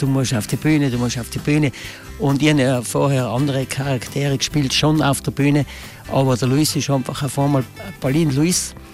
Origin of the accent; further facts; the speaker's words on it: Styria, Austria; born there; also born or lived in Ulten Valley, South Tyrol (parents' origin); kein gebürtiger Ultner. Die Eltern sind Ultner, weil wo der Stausee jetzt ist, haben sie gewohnt und sind ausgewandert und dann sind da die Kinder. Ich bin in der Steiermark geboren, mein Bruder ist noch in Meran geboren und alle anderen halt in Österreich.